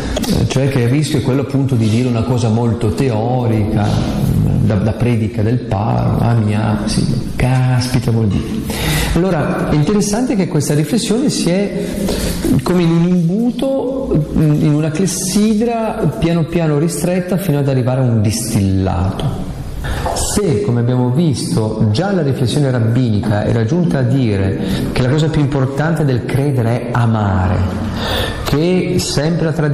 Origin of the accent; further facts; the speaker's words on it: Aosta Valley, Italy; chi viene in vacanza in Valle d'Aosta conosce bene: dalle mie parti non manca l'acqua, c'è acqua ovunque